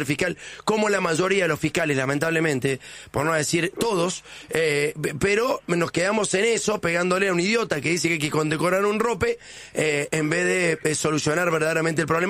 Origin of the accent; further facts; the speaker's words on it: Villa Parque Santa Ana, Córdoba, Argentina; en mi pueblo, en Villa Parque Santana, en Córdoba